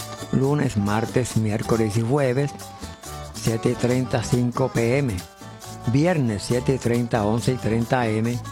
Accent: Añasco, Puerto Rico; Allá en mi pueblo Añasco, en Casey.

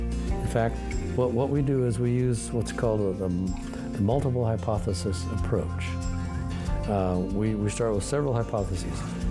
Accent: North Dakota, United States; born there; I was born in North Dakota. My dad was a farm manager there.

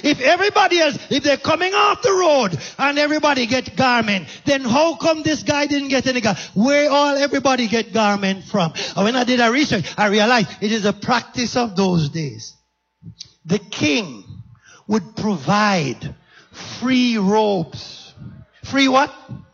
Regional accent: Jamaica; I come from Jamaica

